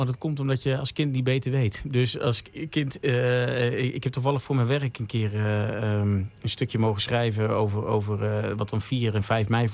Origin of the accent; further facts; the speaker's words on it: Heerde, Gelderland, Netherlands; Ik ben opgegroeid aan de Elbergeweg in Heerden. Dus